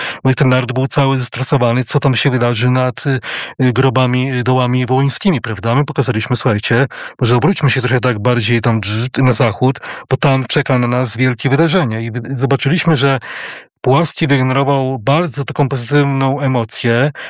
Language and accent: Polish; Łódź, Łódź Voivodeship, Poland; also born or lived in Połaniec; ja pochodzę z Łodzi, ale urodziłem się w Połańcu, bo tam moi rodzice budowali elektrownię imienia Tadeusza Kościuszki. Mieszkaliśmy na ulicy imienia Tadeusza Kościuszki